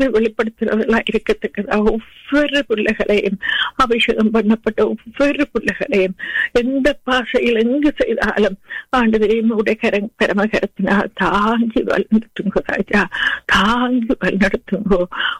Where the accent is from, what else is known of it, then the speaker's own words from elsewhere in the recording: Sri Lanka; moved away; நாங்க பிறந்து வளர்ந்த தேசத்துக்காக, அந்த சிறிய இலங்கை தீவுக்காக